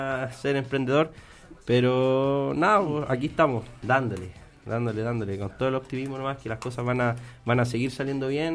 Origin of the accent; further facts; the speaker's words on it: Curicó, Maule, Chile; also born or lived in Talca; nosotros somos talquinos, ¿no? Nosotros nacimos en Talca. Nacimos en Talca, pero yo, pucha, yo me acuerdo en verdad nada de Talca prácticamente. No. Sí, yo me crié en Curicó. Me crié en Curicó. Tengo un hermano curicano también